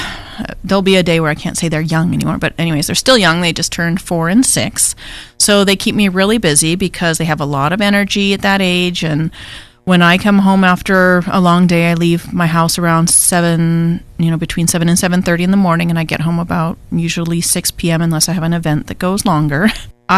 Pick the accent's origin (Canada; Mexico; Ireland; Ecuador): Canada; Vancouver, British Columbia; now in Southern California, United States; That's very different from where I grew up in Vancouver.